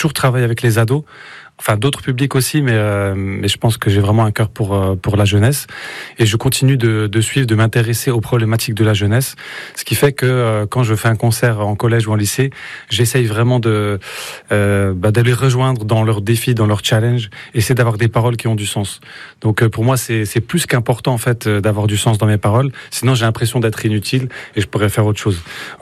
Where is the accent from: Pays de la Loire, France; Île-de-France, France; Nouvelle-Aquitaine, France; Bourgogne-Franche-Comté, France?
Bourgogne-Franche-Comté, France; Bethoncourt; Ouais, ben moi j'ai grandi à Betoncourt, pas très loin d'ici, donc j'étais un enfant des quartiers